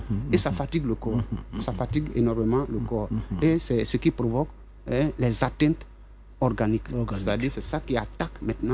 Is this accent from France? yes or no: no; Côte d’Ivoire; Voilà, je suis du Grand Nord.